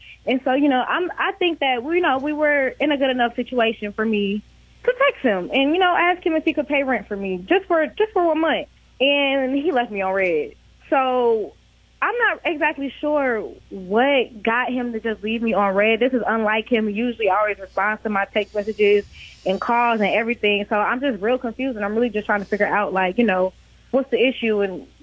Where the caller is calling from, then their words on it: Atlanta, Georgia, United States; Hey, this is … from Atlanta.